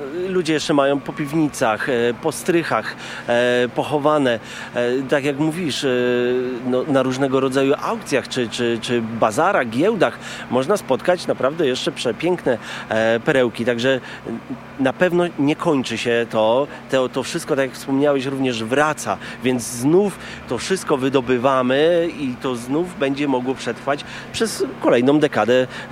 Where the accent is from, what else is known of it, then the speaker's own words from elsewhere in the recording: Zduńska Wola, Łódź Voivodeship, Poland; jestem ze Zduńskiej Woli, ale to jest w sumie niedaleko. Ale sercem jestem z Łodzią, bardzo lubię to miasto, także ja się czuję też po części łodzianinem